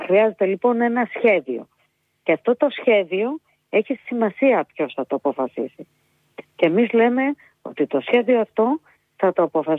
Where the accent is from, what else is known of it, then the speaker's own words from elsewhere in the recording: Lamia, Central Greece, Greece; Εγώ που είμαι από τη Λαμία να πω ότι αυτές οι συζητήσεις είναι συζητήσεις δεκαετιών.